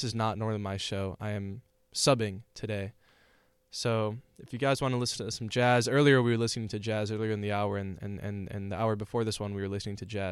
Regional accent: Chicago, Illinois, United States; Chicago, my hometown

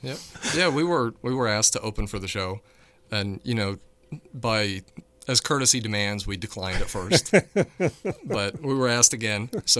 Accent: Louisiana, United States; We are mostly from Covington and Baton Rouge.

